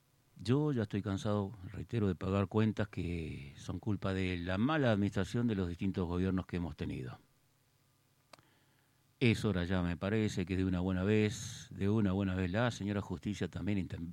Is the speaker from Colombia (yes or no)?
no; Argentina; yo como argentino